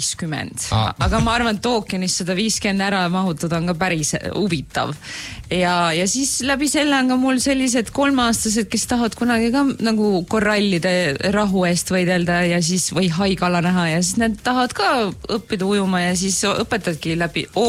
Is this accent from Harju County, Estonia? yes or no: yes; Tallinn, Harju County, Estonia; now in Miami, United States; ma olen Meriväljalt merineitsina